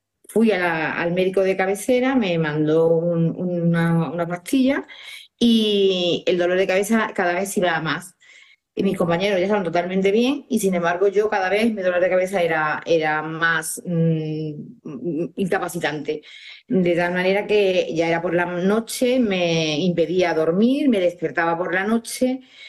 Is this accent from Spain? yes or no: yes; Baena, Andalusia, Spain; en Andalucía, yo soy de Córdoba, Baena, un pueblo de Córdoba